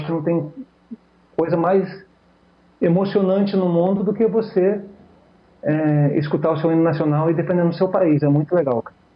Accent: Domingos Martins, Espírito Santo, Brazil; Eu sou do interior aqui do Espírito Santo, Domingos Martins, né? E sempre vivia no campo, então eu sempre tive um sonho, né?

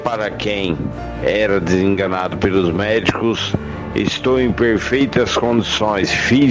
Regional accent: Batatais, São Paulo, Brazil; Eu sou da cidade de Batatais.

